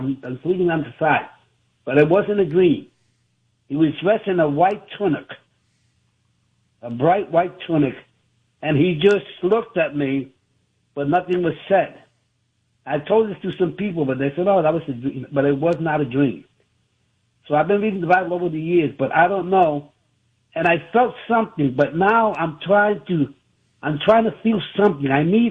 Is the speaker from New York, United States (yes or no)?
yes; New York City, New York, United States; moved away; But I'm thinking of going back to where I'm from. I'm from New York City.